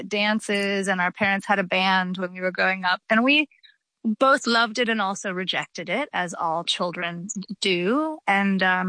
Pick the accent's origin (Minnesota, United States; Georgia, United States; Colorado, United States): Georgia, United States; born or raised there